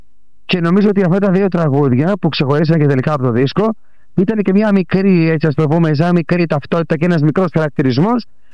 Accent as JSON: {"language": "Greek", "town": "Piraeus", "region": "Attica", "country": "Greece", "tie": "born there", "said": "Γεννήθηκα στην Πειραιά, η καταγωγή μου είναι από την Κρήτη."}